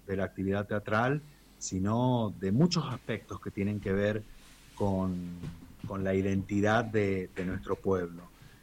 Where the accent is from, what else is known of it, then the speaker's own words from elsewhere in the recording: Argentina; nuestro país